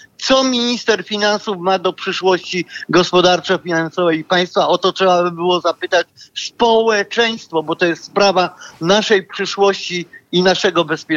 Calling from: Kraków, Lesser Poland, Poland; z Krakowa.

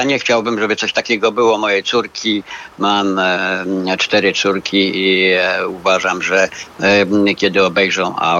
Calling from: Warsaw, Masovian Voivodeship, Poland; Z Warszawy

